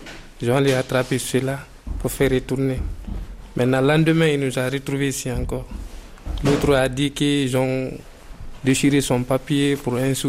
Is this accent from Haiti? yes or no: no; Guinea; moved away as an adult; Je viens de Guinée-Conakry.